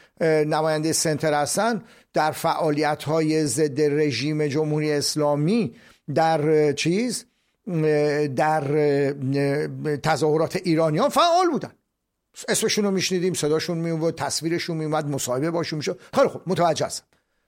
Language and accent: Persian; Iran; now in Sweden; ما ایرانی ها در سوئد